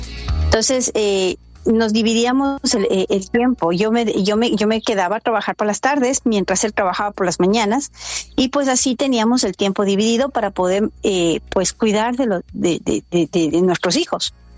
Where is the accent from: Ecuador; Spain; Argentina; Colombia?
Ecuador; now in United States; yo nací acá, pero me crié en el Ecuador.